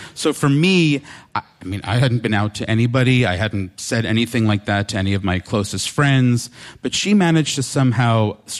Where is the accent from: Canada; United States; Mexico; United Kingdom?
United States; New York; I grew up on Long Island, which is a very like macho, like coded place.